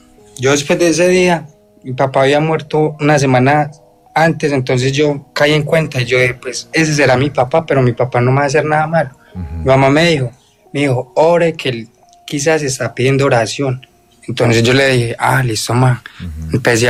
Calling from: Antioquia, Colombia; Desde el municipio de Tania, Antioquia.

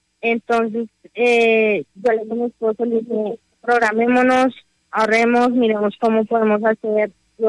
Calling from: Puerto Rico, Putumayo, Colombia; nosotros venimos de Puerto Rico, Tumayo.

